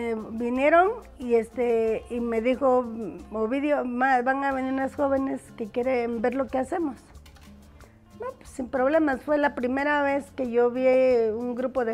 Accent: Oaxaca, Mexico; venir a Oaxaca y no probar una tlayuda, no, ¿verdad? Y venir a mi tierra linda menos.

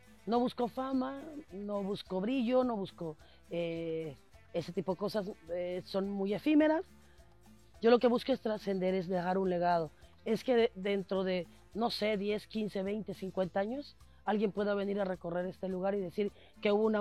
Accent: Mexico; todo reconocimiento te permite darte cuenta como mexicano, que porque a veces perdemos eso

